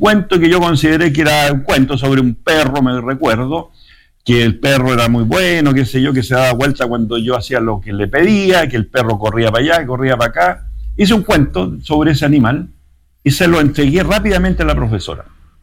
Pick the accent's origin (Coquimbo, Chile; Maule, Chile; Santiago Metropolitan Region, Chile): Coquimbo, Chile; Vicuña; yo soy de Vicuña, de Elqui, al interior de La Serena.